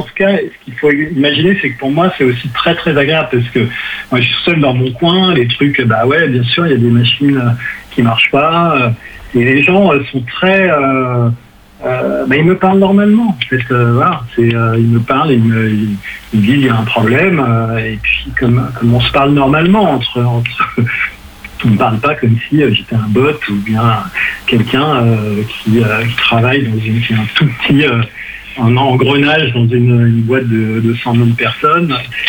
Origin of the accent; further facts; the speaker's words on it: Brittany, France; also born or lived in Villeneuve-sur-Yonne; now in Paris, France; moi, je suis breton d'origine, mais là, je suis soit à Paris.